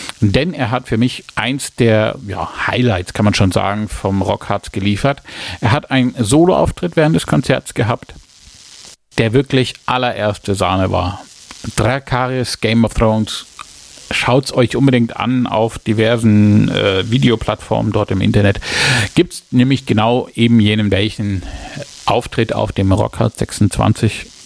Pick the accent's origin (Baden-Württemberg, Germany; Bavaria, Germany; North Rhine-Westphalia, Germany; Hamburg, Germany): Bavaria, Germany; von mir als Franke